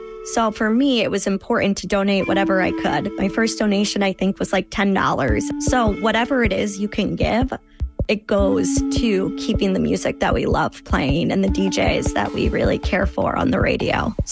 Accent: Washington, District of Columbia, United States; from Washington, D.C., and I support WNXP.

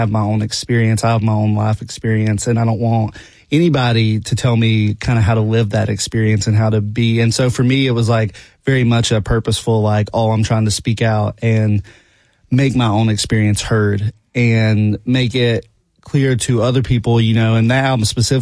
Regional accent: North Carolina, United States; born or raised there

